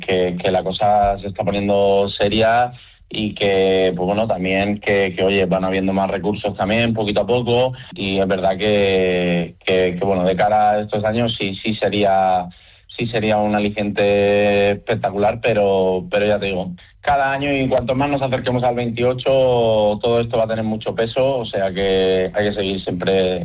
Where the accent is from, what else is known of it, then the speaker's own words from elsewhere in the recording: Torrevieja, Valencian Community, Spain; Por ejemplo, en Torrevieja, que es de donde yo soy